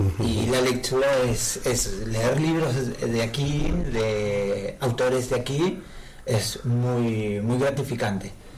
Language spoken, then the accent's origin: Catalan; Argentina; Catalan is a second language; now in Catalonia, Spain; jo soy argentí